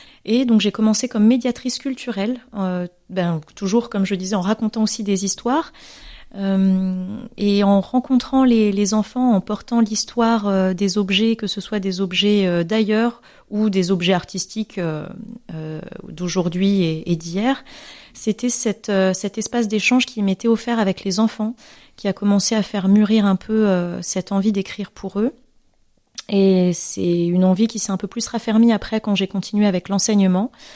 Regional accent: Madagascar; born there; also born or lived in Alsace, France

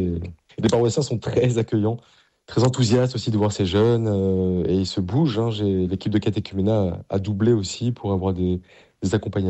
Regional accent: Paris, Île-de-France, France; Alors, moi, je viens d'une famille du Sud-Ouest. Et même si j'ai grandi à Paris

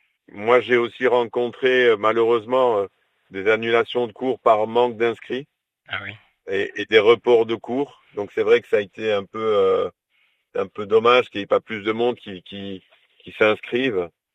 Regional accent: Montpellier, Occitanie, France; Parce que nous, au niveau des paroisses, même qu'on est de Montpellier, les gens ne savent pas forcément qu'ils existent, quoi.

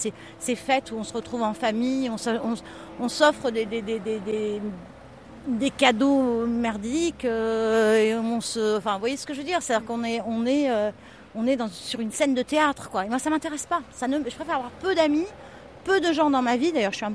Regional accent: Nice, Provence-Alpes-Côte d'Azur, France; born there; also born or lived in Göttingen; On était à Göttingen et elle était partie sur Nice, là où étaient ses parents, et je suis née à Nice pour ça.

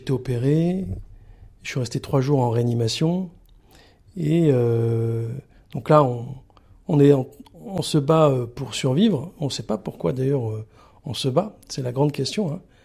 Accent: Draveil, Île-de-France, France; born there; Donc on s'est un peu baladé, mais je suis né à Draveil.

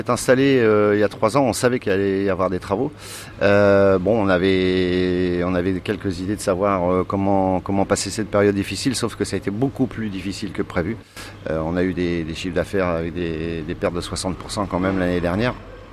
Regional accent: Rouen, Normandy, France; born or raised there

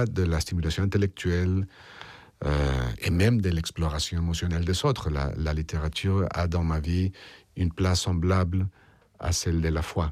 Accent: Colombia; moved away as an adult; also born or lived in Barcelona, Spain / Paris, France; now in Madrid, Spain; j'ai vécu 13 ans à Barcelone. Ensuite, je suis rentré en Colombie. Et après 11 ans, je suis venu à Paris pour faire ce livre et pour m'installer maintenant à Madrid.

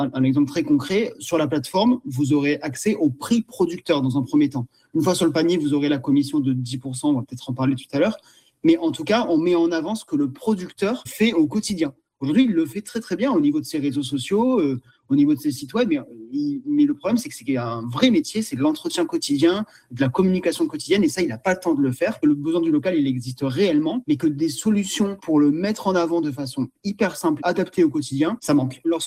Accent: Provence-Alpes-Côte d'Azur, France; moved away; Nous, on est originaire des Hautes-Alpes

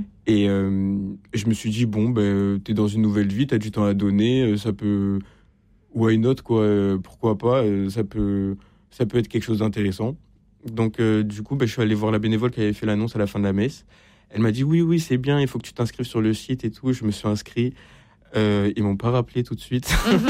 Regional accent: Montpellier, Occitanie, France; parce que de base, je viens de Montpellier.

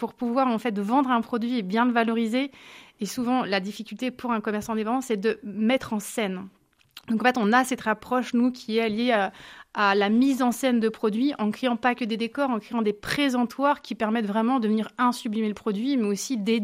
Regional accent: Dijon, Bourgogne-Franche-Comté, France; moved away as an adult; also born or lived in Paris; Je suis revenue m'installer à Dijon, ma ville natale

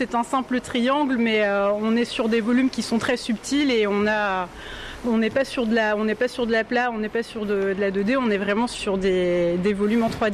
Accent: Hauts-de-France, France; parce qu'à la base, moi, je suis du Nord-Pas-de-Calais.

